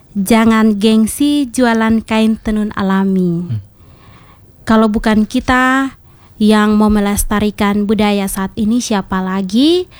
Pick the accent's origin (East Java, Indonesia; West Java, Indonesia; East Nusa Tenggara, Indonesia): East Nusa Tenggara, Indonesia; Kalau dari beta, beta mau bilang bahwa kita ini orang TTS. Tanahnya memang kering. Tapi budayanya itu basah.